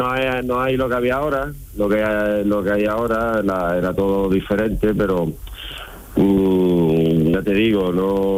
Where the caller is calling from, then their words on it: Algeciras, Andalusia, Spain; De Algeciras.